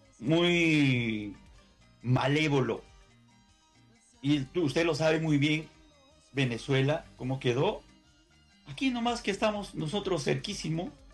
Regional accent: San Luis, Carlos Fermín Fitzcarrald province, Ancash, Peru; moved away; yo a San Luis fui una visita a mi pueblo, que es Rosas Tayapampa

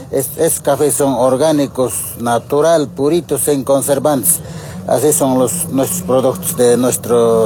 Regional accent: San José, Cochabamba, Bolivia; Yo soy el productor de San José, de Central San Julián, municipio Villa Tunare, distrito 11. Aquí estamos haciendo conocer nuestro producto 100% cochabambino.

